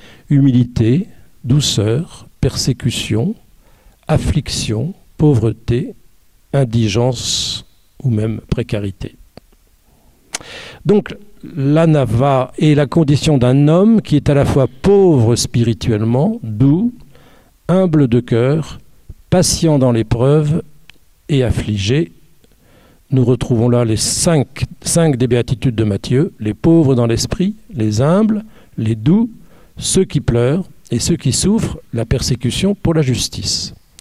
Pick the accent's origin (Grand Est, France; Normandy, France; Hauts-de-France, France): Hauts-de-France, France; Moi, je suis du Nord, j'aime bien que les W soient des vrais